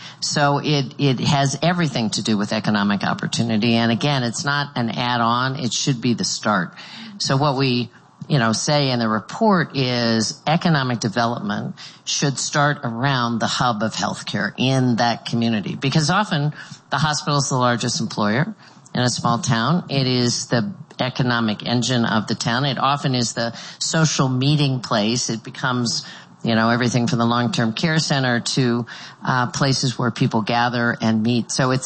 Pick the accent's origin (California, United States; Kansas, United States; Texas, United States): Kansas, United States; my home state is Kansas.